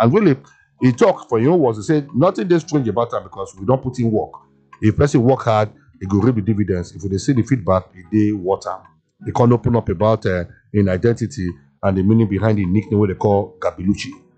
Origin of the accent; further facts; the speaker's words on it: Lagos, Nigeria; born there; also born or lived in Edo State; I get Yoruba orientation, even if I'm from Edo State, now Lagos they born me, and Yoruba would speak for our house.